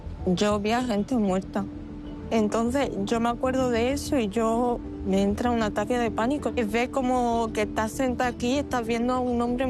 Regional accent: Ceuta, Spain; soy ceutí

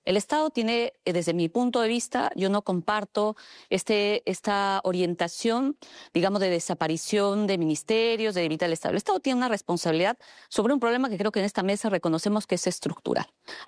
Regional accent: Peru

